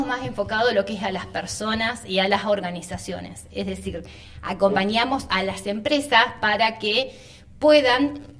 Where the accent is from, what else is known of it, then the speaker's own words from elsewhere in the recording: Cipolletti, Río Negro, Argentina; bueno, soy acá de Cipolletti, nacida, criada